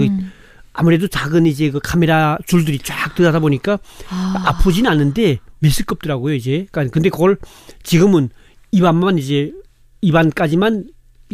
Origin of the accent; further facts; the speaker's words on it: North Korea; now in South Korea; 우리 탈북자분들이